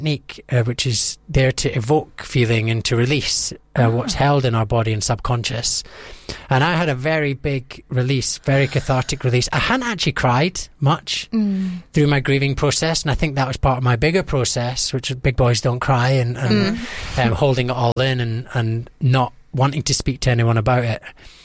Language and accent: English; Scotland, United Kingdom; and she was from New York. I'm from Scotland, so there is a bit of cultural differences as well.